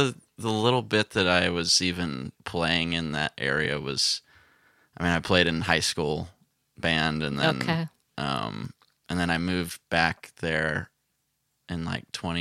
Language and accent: English; Two Rock Valley, California, United States; also born or lived in Petaluma, California; I grew up I was only living in Petaluma for about 7 months of my life. And then I moved, or my parents moved us west of town into like the sticks and Two Rock Valley.